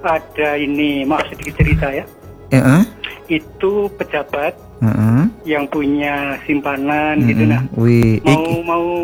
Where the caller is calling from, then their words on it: Indonesia; Pulau Rimo.